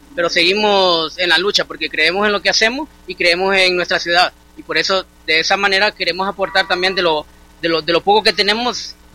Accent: Siguatepeque, Comayagua, Honduras; born there; amamos nuestra ciudad, somos hijos de Siguatepeque

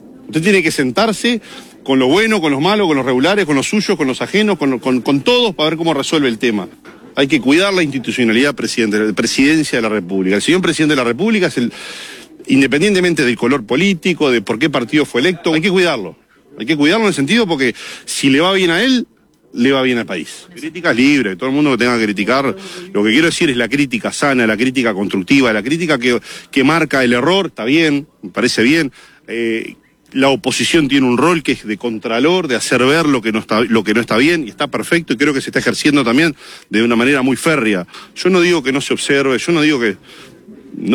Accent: Uruguay; nosotros como uruguayo y como gobernante

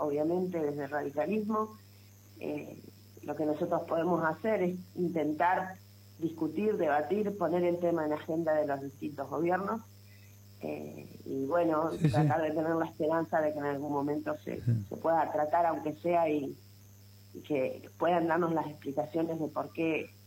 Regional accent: Coronel Dorrego, Buenos Aires Province, Argentina; also born or lived in La Plata; nacida y criada en Coronel Dorrego, ahí cerquita de Bahía.

